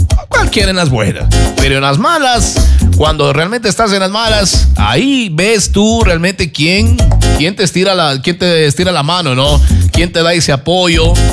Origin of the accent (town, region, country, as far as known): Ecuador